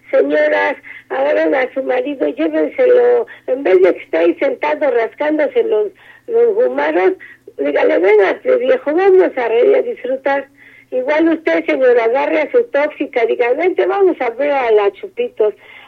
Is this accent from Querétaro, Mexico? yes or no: no; Mexico City, Mexico; born there; Yo soy nacida acá de la Ciudad de México.